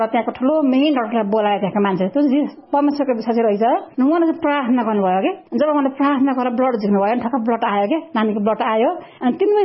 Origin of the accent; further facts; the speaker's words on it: Solukhumbu, Koshi Province, Nepal; now in Kathmandu, Nepal; अनि मेरो गाउँ चाहिँ सोलुखुम्बु हो, काङ्गेल वडा नम्बर 5 हो, गाविस हो हाम्रो चाहिँ। अनि हाल चाहिँ जन्म चाहिँ उहाँ हो, हाल चाहिँ म काठमाडौँमा बस्छु अनि काठमाडौँ यता बालकोटमा बस्छु